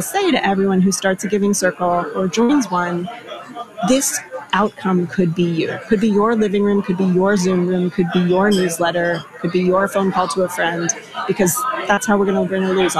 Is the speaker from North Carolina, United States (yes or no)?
yes; North Carolina, United States; now in New York, United States; I grew up in North Carolina. I now live in New York.